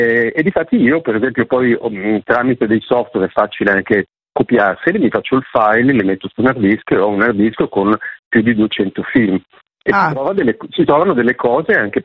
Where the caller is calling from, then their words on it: Lombardy, Italy; io abito fuori Milano